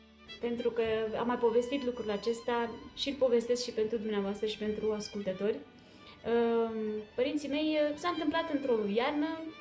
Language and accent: Romanian; Bragadiru, Teleorman, Romania; Copilăria mea a fost o copilărie minunată. Eu am spus Zimnicea, mai exact este Bragadirul, județul Telâma, lângă Zimnicea. Eu am spus Zimnicea pentru că este cel mai aproape oraș de satul meu